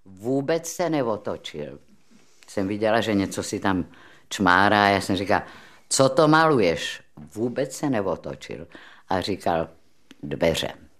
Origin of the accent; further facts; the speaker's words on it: Brno, South Moravian Region, Czechia; moved away as an adult; jako Brňačka samozřejmě jsem chtěla na JAMU.